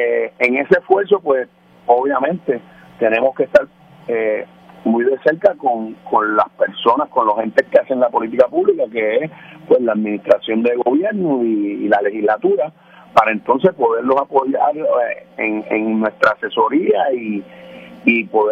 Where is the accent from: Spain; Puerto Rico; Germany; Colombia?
Puerto Rico; Caguas; Yo soy de Caguas.